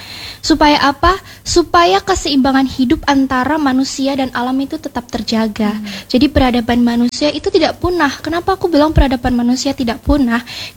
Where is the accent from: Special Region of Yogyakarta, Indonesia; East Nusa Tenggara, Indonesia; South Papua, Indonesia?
East Nusa Tenggara, Indonesia; sebagai remaja yang tumbuh dan besar di Nusa Tenggara Timur